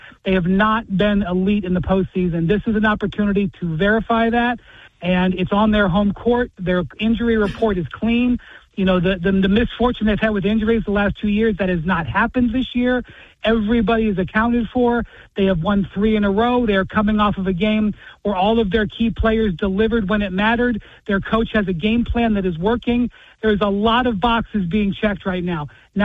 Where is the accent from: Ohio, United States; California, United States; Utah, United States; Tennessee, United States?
Ohio, United States; Cleveland; I'm from Cleveland.